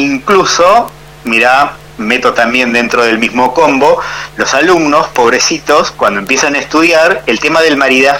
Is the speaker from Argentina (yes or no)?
yes; 25 de Mayo, Argentina; born there; moved away; mi madre, que vive en el interior, la ciudad de 25 de Mayo, donde yo nací.